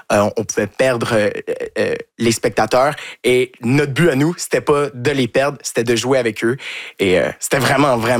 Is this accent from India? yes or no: no; Quebec, Canada; now in France; Et du fait qu'on est Québécois aussi, ça aide. On est dans le sud de la France, c'est un accent qu'ils ne sont pas habitués d'entendre.